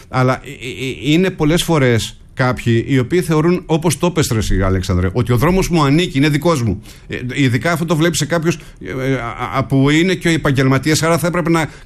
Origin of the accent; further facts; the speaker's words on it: Livadi, Thessaly, Greece; Λιβάδι, Λαρίσης, Λιβάδι Ολύμπου.